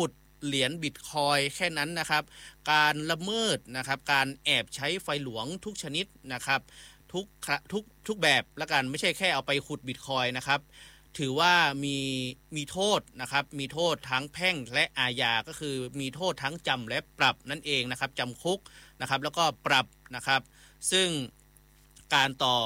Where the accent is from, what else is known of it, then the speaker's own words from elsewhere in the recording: Nan, Thailand; accent: Nan accent (Northern Thai); now in Chiang Mai, Thailand; อู้เมืองได้อยู่นะอู้เมืองสำเนียงน่านถึงจะมาอยู่เจียงใหม่หลายปีแต่ก็สำเนียงเอี้ยครับ